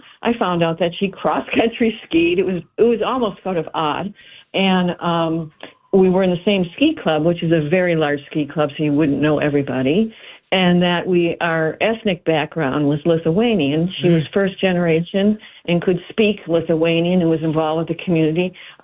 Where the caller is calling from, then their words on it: Chicago, Illinois, United States; I found out she was from Chicago, as I am.